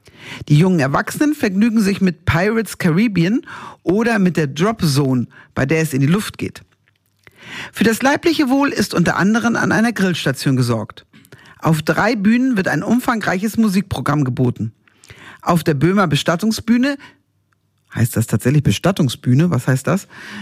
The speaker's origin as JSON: {"language": "German", "region": "Northern Germany", "country": "Germany", "moved": "yes", "said": "für mich als Norddeutsche"}